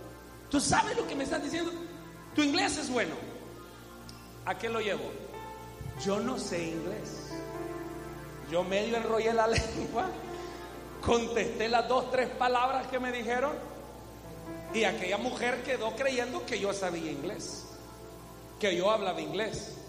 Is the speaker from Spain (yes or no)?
no; El Salvador; Soy indio salvadoreño